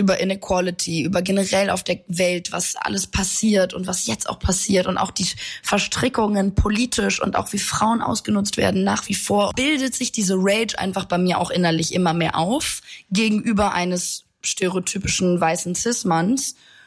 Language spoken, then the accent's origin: German; Italy; born or raised there